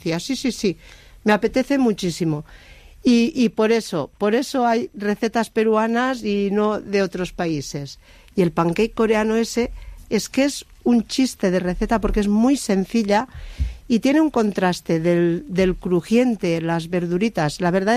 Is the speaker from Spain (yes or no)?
yes; Lleida, Catalonia, Spain